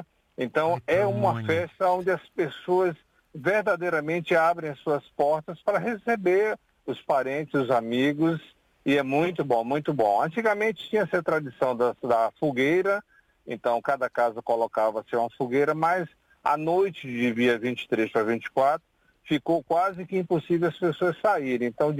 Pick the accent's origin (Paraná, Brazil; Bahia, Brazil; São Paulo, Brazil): Bahia, Brazil; Salvador; born there; Eu sou nascido em Salvador, na capital.